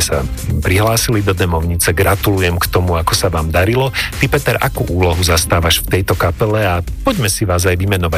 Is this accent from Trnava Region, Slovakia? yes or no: no; Banská Bystrica, Banská Bystrica Region, Slovakia; now in Bratislava, Slovakia; Ja som síce z Banskej Bystrice, žijem dlhé roky v Bratislave